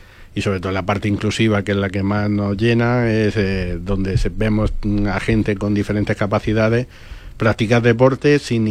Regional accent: his village in Almería province, Andalusia, Spain; born there

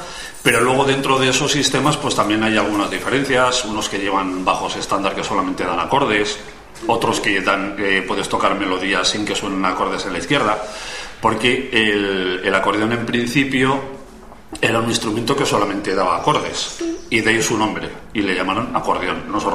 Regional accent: San Sebastián, Basque Country, Spain; porque yo nací en San Sebastián. Y allí, pues la verdad es que en la comunidad del País Vasco, pues un instrumento muy popular.

